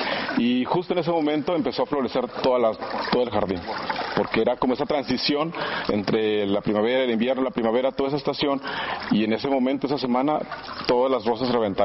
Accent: Mexico; suponen que porque somos mexicanos la ponemos.

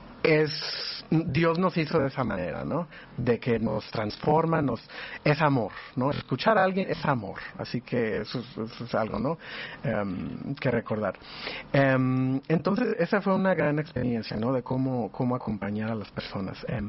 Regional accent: Los Angeles, California, United States; estaba lejos de Los Ángeles, como crecí en Los Ángeles

